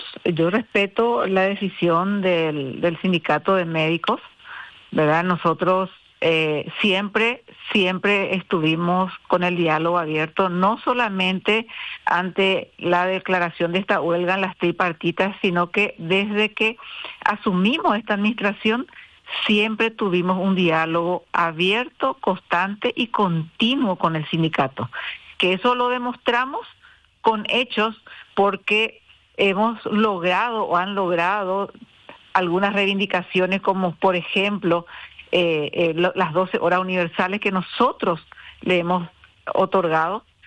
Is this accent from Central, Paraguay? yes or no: no; Encarnación, Itapúa, Paraguay; born there; Sí, nací en Encarnación. Nací el 25 de agosto